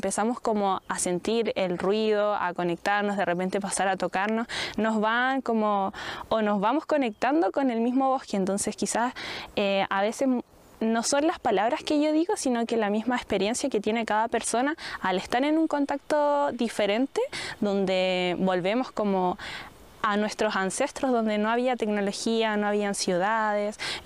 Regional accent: Araucanía, Chile; born there; now in Lonquimay, Chile; hoy día nos encontramos en la Araucanía, donde yo nací, en un bosque de araucarias y lengas

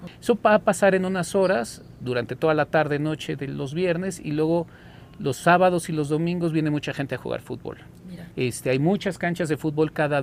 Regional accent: Mexico; el ajolote es parte de nuestra identidad como mexicanos.

